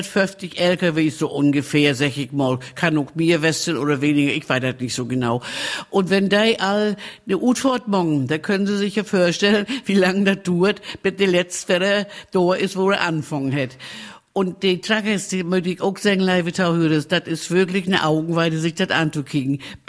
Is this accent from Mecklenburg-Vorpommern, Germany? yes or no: yes; Malchin, Mecklenburg-Vorpommern, Germany; In unserer schönen Waldarena da in Hainholz bei uns in Malchin. Wer die Gegend kennt, der weiß ja, dass das da unten ganz schön ist. Aber für uns Malchiner sagen wir ja immer